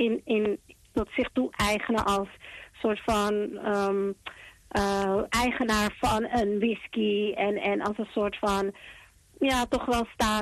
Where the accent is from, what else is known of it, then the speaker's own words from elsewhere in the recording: Amsterdam, North Holland, Netherlands; Maar tegelijkertijd geboren en getogen in Amsterdam. Naar school gegaan in Amerika en in Londen.